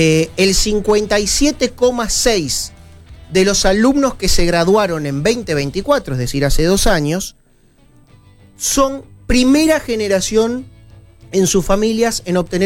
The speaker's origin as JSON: {"language": "Spanish", "country": "Argentina", "said": "Cuando te preguntan qué cosas te definen a vos como argentino, estas cuestiones te definen."}